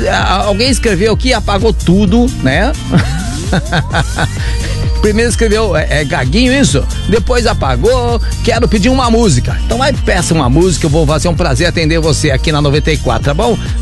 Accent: Itapeva, São Paulo, Brazil; eu não sou de Itararé, tá, gente? Eu sou de uma outra cidade vizinha aqui, Itapeva

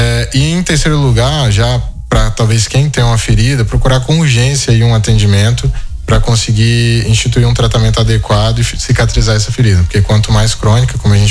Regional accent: Piatã, Bahia, Brazil; now in São Francisco, Brazil; Eu sou natural da Bahia. Eu sou da região lá da Chapada Diamantina. A cidade chama Piatã.

